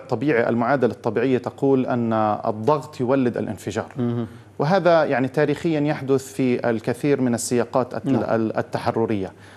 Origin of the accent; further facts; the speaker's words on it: Palestine; نحن بتقديري كفلسطينيين